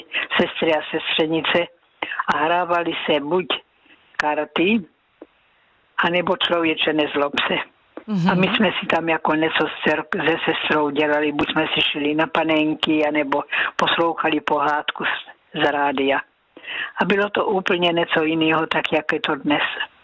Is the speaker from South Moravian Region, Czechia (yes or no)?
yes; Násedlovice, South Moravian Region, Czechia; já jsem pocházím z Násedlovic, a přes pole jsme chodili do Klobouk do Brna, u Brna, teda Klobouky u Brna, tam jsme chodili do kostela.